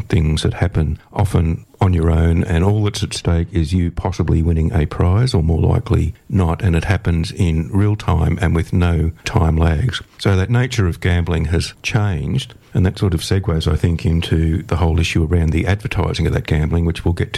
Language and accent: English; Sydney, New South Wales, Australia; I grew up in Sydney